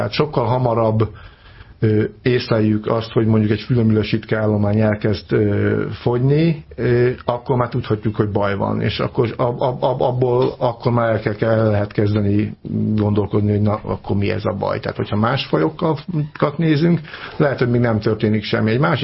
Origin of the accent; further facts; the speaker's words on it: Hungary; amikor még én kisgyerekként Rócsán úgymond gyerekeskedtem